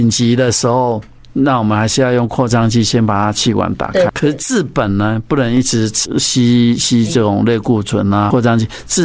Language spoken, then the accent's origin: Chinese; Taiwan; 我们台湾人